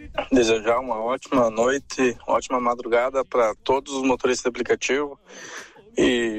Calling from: Passo Fundo, Rio Grande do Sul, Brazil; aqui em Passo Fundo, eu sou de Passo Fundo, Rio Grande do Sul, e aqui tá frio pra dedéu.

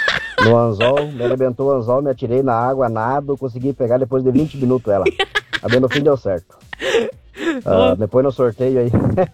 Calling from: Santa Catarina, Brazil; de Iguatambu.

